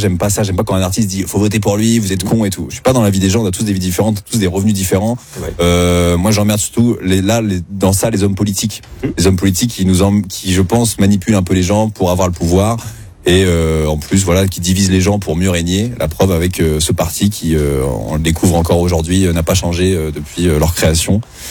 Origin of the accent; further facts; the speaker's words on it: Normandy, France; Moi, je viens de la Normandie profonde.